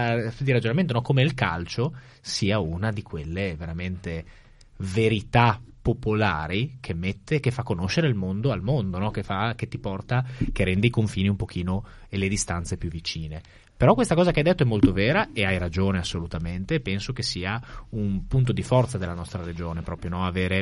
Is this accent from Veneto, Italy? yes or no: no; Friuli-Venezia Giulia, Italy; del Friuli, della nostra regione.